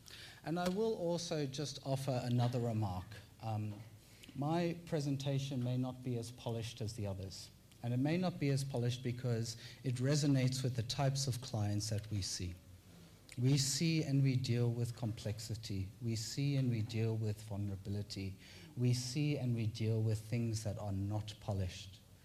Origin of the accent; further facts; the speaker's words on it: Bloemfontein, Free State, South Africa; also born or lived in Cape Town, South Africa; now in Australia; You might tell from my accent that I don't have the traditional Australian accent. In fact, I was born in the Western Cape, in Cape Town, and I spent most of my childhood in a place called Bloemfontein. So I grew up with the Drakensberg Mountains, I grew up touching this land